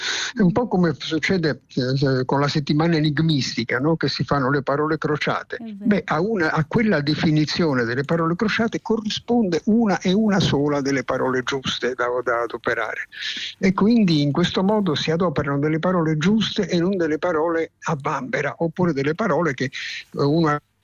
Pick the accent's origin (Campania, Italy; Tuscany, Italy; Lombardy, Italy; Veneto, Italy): Campania, Italy; Naples; first language Neapolitan; Sì, di estrazione completamente napoletana, cioè provengo proprio da lì. Lì mi si sono formate, oltre che la mia lingua madre, il napoletano, è quello che io parlo con me